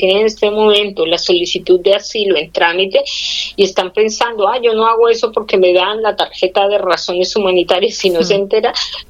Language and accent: Spanish; Colombia; now in Las Palmas de Gran Canaria, Spain; me atrevo a decirlo porque pues soy de origen colombiano